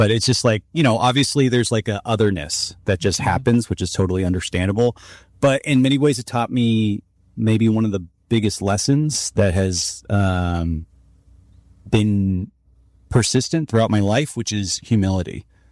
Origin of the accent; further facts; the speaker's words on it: Richmond, California, United States; also born or lived in San Francisco; But I'm from the Bay Area, Richmond, California. I think when we moved there from San Francisco, it might have been the murder capital of the world in like 1997.